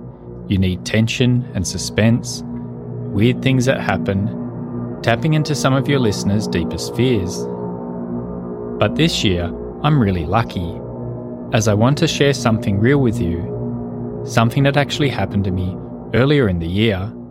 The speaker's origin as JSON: {"language": "English", "country": "Australia", "said": "Maybe you've heard me around the place before. I'm the Australian guy with the flat tone and the funny accent."}